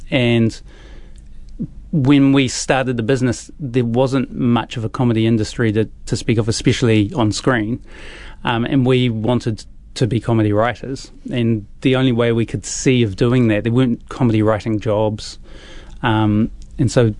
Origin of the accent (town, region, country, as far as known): New Zealand